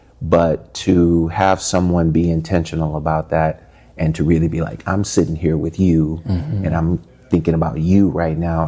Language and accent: English; St. Louis, Missouri, United States; moved away; also born or lived in Tennessee; They separated when I was like 3. And I was moved from rural Tennessee, where I was born, to St. Louis. And I grew up in St. Louis. And then I've been here for 30 plus years, as well as some other places.